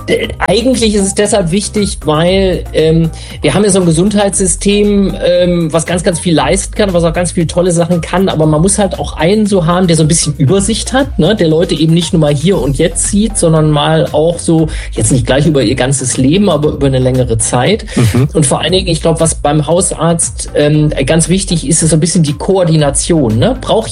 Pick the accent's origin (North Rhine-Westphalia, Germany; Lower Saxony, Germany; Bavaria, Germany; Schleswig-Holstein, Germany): North Rhine-Westphalia, Germany; Mülheim an der Ruhr; now in Berlin, Germany; Ich komme aus Mülheim an der Ruhr, da bin ich tatsächlich mal geboren. Da komme ich her, aber da bin ich natürlich schon lange nicht mehr.